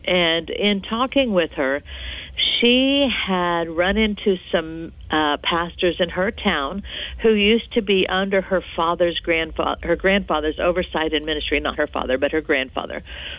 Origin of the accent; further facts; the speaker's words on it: Florida, United States; born there; also born or lived in Indiana; now in Alabama, United States; I was born and raised in Florida, between Florida and Indiana.